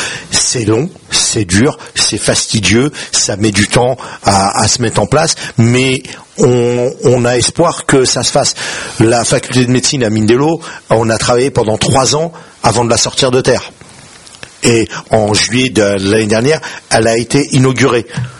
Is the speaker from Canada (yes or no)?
no; Paris, Île-de-France, France; also born or lived in Oujda, Morocco / Saïdia, Morocco; on se dit on est marocain, mais concrètement, quand je me présente à l'étranger, je dis I'm French, je viens de Paris, tu vois. Je dis pas I'm from Oujda. Sauf que maintenant, mon entité, elle est plus dans je suis Oujdi, je suis de Saïdia